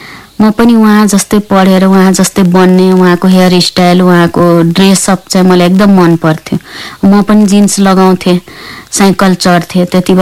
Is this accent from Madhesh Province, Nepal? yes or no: yes; Saptari District, Madhesh Province, Nepal; first language Maithili; Nepali is a second language; also born or lived in Rajbiraj; म सप्तरी जिल्लाको एउटा ग्रामीण भेगमा जन्मेको, मेरो गाउँ कनकट्टा थियो। त्यहाँबाट 3 किलोमिटर दक्षिणमा भारतको सिमाना थियो।